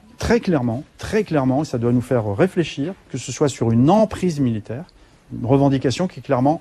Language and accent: French; Bourges, Centre-Val de Loire, France; on cite le fait que je suis originaire de ce département, oui c'est vrai, je suis né à Bourges, j'y ai toutes mes attaches.